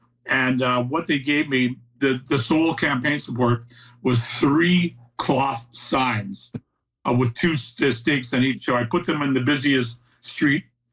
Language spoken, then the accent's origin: English; Burnaby, British Columbia, Canada; My hometown of Burnaby is the most diverse city in Canada. There's 103 different languages spoken here.